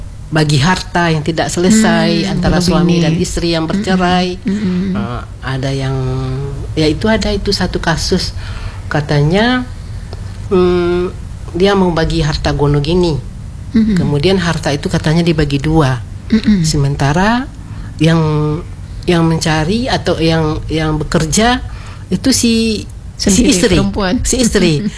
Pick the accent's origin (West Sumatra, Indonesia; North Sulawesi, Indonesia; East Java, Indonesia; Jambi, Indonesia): West Sumatra, Indonesia; Ya kita tahulah budaya kita Minang.